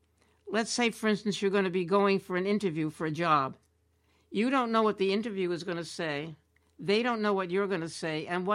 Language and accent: English; Bronx, New York, United States; born there; I was born in the Bronx.